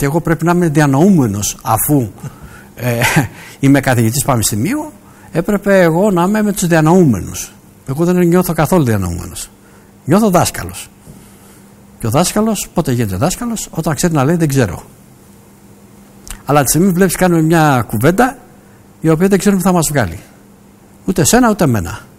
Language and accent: Greek; Piraeus, Attica, Greece; Εγώ είμαι πειραιώτης.